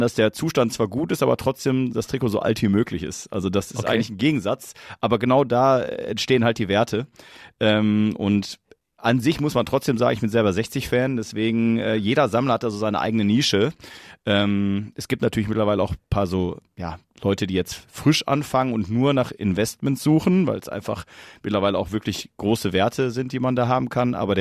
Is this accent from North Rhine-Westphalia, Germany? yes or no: yes; North Rhine-Westphalia, Germany; also ich komme aus der Nähe von Duisburg